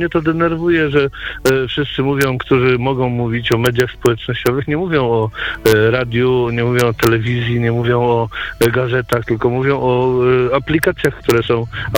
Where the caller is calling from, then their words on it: Gniezno, Greater Poland Voivodeship, Poland; Dobry wieczór, pozdrawiam z Gniezna.